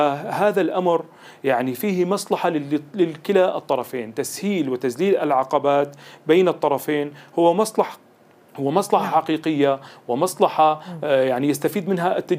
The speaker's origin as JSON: {"language": "Arabic", "country": "Syria", "said": "إذا نحن كاقتصاد سوري"}